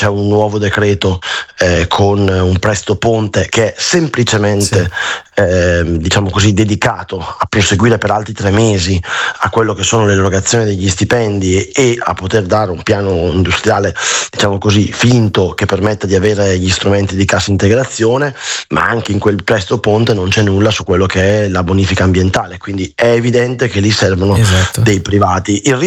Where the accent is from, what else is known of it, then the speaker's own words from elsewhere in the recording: Brescia, Lombardy, Italy; io non sono di Taranto ma sono di Brescia